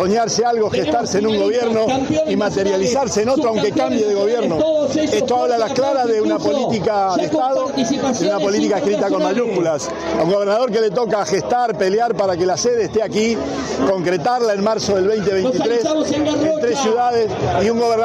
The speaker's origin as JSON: {"language": "Spanish", "region": "Santa Fe", "country": "Argentina", "said": "esto también es un diferencial muy grande que nos distingue como santafesinos, y eso nos tiene que hacer sentir orgullosos a todos."}